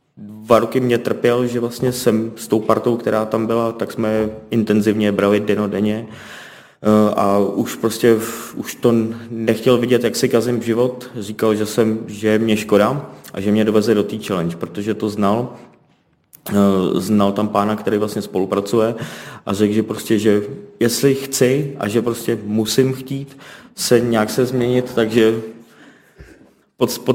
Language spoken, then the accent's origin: Czech; Benešov, Central Bohemian Region, Czechia; je mi 34 let, jsem z Benešova u Prahy